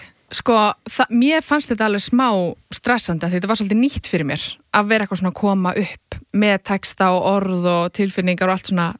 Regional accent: Garðabær, Capital Region, Iceland; við erum bara félagar úr Garðabænum

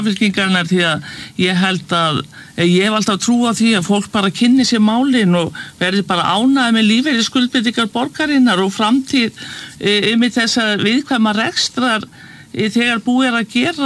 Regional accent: Reykjavík, Capital Region, Iceland; ég hef aldrei skilið það sem Breiðhyltingur

